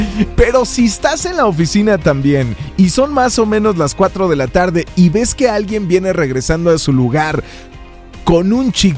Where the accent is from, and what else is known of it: Mexico